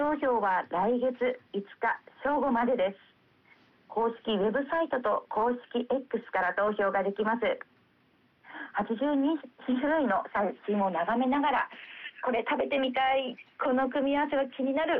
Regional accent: Ibaraki, Japan; 私の地元茨城町からは

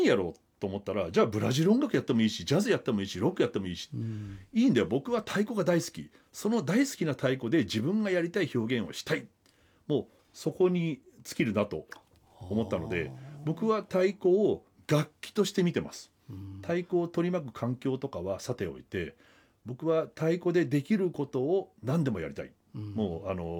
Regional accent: Yokohama, Kanagawa, Japan; 幸い僕は横浜で育って、横浜は明治維新以降洋楽と邦楽がいち早くミックスした街であるので

